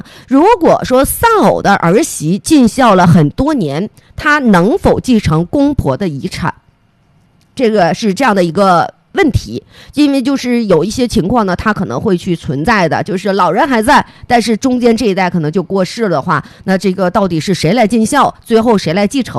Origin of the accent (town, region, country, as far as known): Northeast China, China